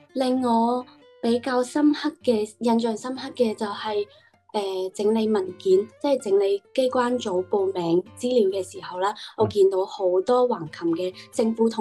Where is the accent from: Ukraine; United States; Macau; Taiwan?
Macau; 我来自澳门